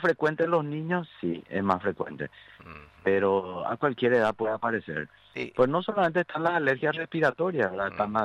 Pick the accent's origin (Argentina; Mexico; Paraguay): Paraguay; nosotros los paraguayos somos cachivacheros